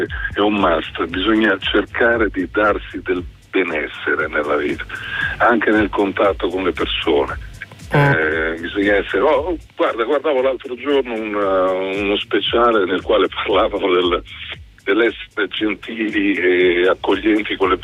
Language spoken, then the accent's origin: Italian; Emilia-Romagna, Italy; moved away as an adult; also born or lived in Po Valley; io mi ricordo i primi anni che abitavo, che sono tornato qui ad abitare in Emilia Romagna, dopo 4 anni di pianura padana